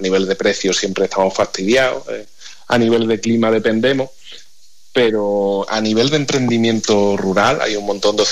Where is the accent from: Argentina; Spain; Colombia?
Spain; Azuaga, Extremadura; En mi pueblo, en Azuaga, de mi edad, te cuento con los dedos de las manos los que estamos.